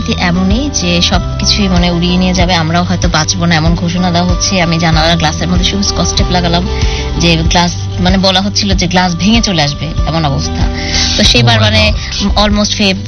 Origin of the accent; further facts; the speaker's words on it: Bangladesh; moved away as an adult; now in Japan; আমরা হয়তো জীবনের তাগিদে, জীবিকার তাগিদে একটা উন্নত দেশে থাকছি, বাট আমরা মনে পানে বাংলাদেশি